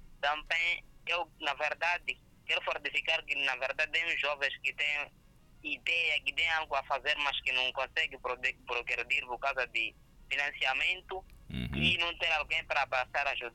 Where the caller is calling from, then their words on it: Angoche, Nampula, Mozambique; Sou de Angoche, vim na cidade para visitar, fazer algum trabalho aqui.